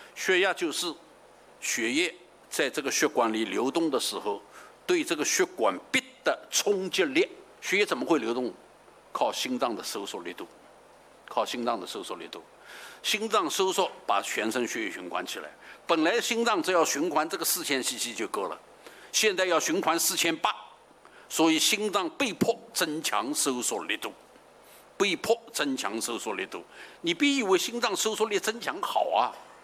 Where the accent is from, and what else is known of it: China